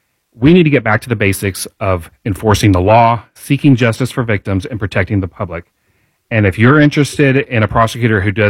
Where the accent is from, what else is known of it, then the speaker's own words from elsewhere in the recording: Indianapolis, Indiana, United States; I grew up in Indy. I love Indianapolis. I'm raising my three kids with my beautiful wife here.